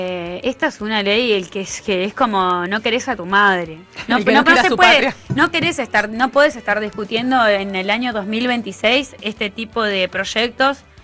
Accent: Perito Moreno, Argentina; yo soy criada en un distrito, en el distrito de Perito Moreno

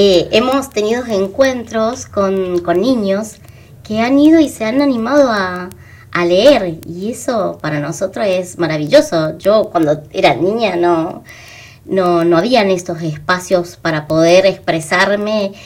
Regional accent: Corrientes, Argentina; moved away; lejos de mi ciudad, porque soy correntina, he llegado acá

